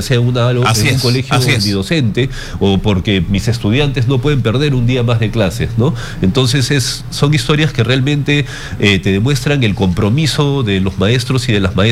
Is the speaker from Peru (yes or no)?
yes; Peru